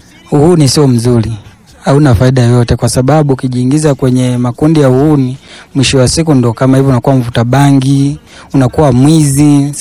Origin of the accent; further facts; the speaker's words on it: Kibondo, Kigoma, Tanzania; now in Mwanza, Tanzania; Mimi kabisa nyumbani kwetu, nimezaliwa mkoa wa Kigoma, sehemu moja inaitwa Kibondo Mabamba ndio nyumbani. Lakini hapa Buswelu ni sehemu ambako unatafutia riziki, na dakika ya mwisho nimekuwa ni mwenyeji kidogo hapa Buswelu.